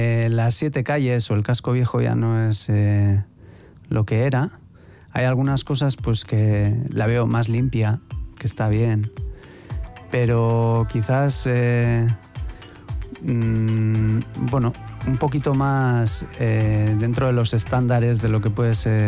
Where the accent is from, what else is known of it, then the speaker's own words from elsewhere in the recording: Bilbao, Basque Country, Spain; moved away; yo nacido en Indautxu, pero crecido en Escurce, barrio de Irala. Y bueno, tanto Irala, Zabala, San Adrián, pues bueno, forman lo que es el complejo de barrios altos de Bilbao.